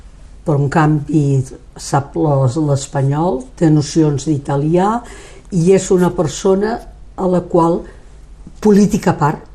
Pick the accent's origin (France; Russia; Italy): France; Catalan is a second language; Per tant, vull aprendre català, sabent que sóc francès i que faig català perquè professionalment i políticament em va bé.